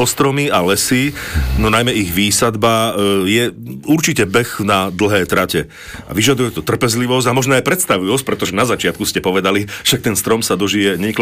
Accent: central Slovakia, Slovakia; keďže sme zo stredného Slovenska, tak môžeme spomenúť Osrblie

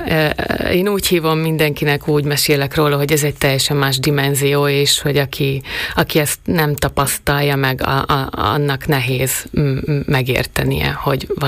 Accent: Svodín, Nitra Region, Slovakia; now in Pezinok, Slovakia; sokat vagyunk apukámnál Komáromba, meg Szőgyénben, ugye, ahonnan én származom, a nagypapáméknál, meg a nevelőanyukámnál, és meg aztán otthon Pezinokban, még Pezinokban lakunk.

